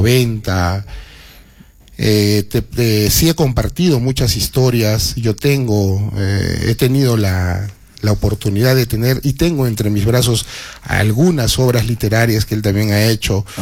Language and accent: Spanish; Cerro Colorado, Arequipa, Peru